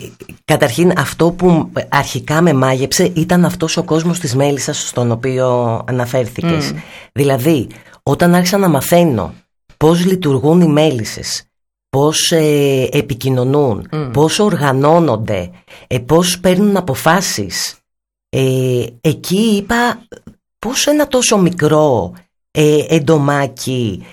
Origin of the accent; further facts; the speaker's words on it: Athens, Attica, Greece; μεγάλωσα στην Αθήνα, δεν είχα τέτοιες παραστάσεις.